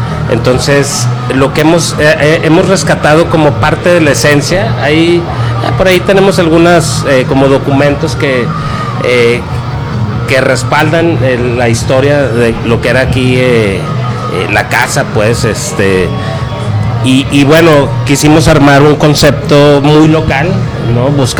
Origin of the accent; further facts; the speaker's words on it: Torreón, Coahuila, Mexico; soy orgullosamente mexicano y sobre todo lagunero